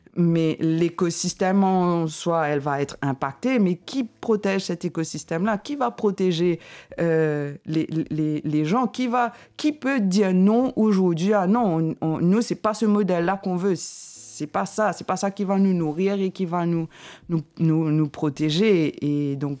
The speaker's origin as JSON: {"language": "French", "country": "Mauritius", "said": "en tant que Mauricien"}